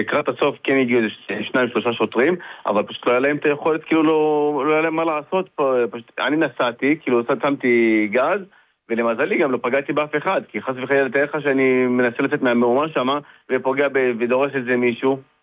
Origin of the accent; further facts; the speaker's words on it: Netanya, Central District, Israel; אני אגיד לך את זה מזה, אני גדלתי והתחנכתי בנתניה, כאילו מכיתה זין עד כיתה י' ב' הייתי בפנימיית... באורט